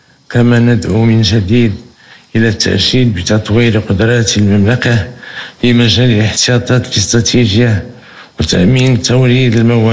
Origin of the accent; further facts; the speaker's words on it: Morocco; إن أغلى إحساس عندي في حياتي هو اعتزازي بمغربيتي